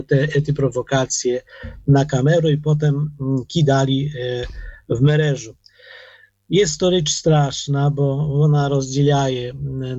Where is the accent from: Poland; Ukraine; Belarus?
Poland; Ja jako Polak, prawda?